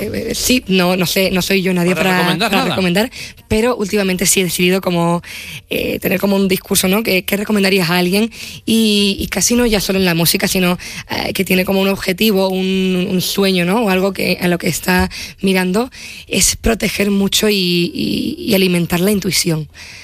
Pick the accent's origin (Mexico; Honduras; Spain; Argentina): Spain; Los Llanos de Aridane, Canary Islands; born or raised there